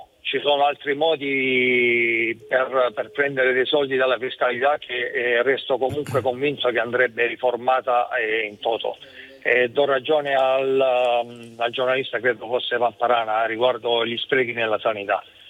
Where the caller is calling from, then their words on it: Gallipoli, Apulia, Italy; Io chiamo da Gallipoli